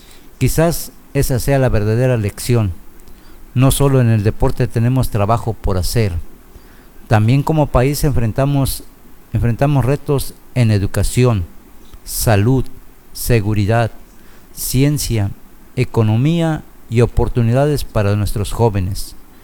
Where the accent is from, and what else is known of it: Mexico